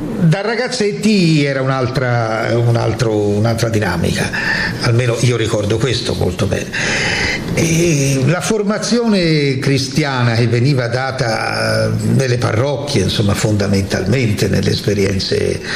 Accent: Florence, Tuscany, Italy; also born or lived in Verona; Quindi sono cresciuto a Firenze. Abbiamo girato un pochino, ma insomma poi a Firenze. Ho sempre abitato

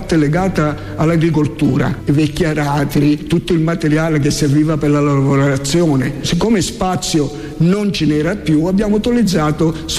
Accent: Sicily, Italy; now in Canepina, Italy; il fatto di essere siciliano

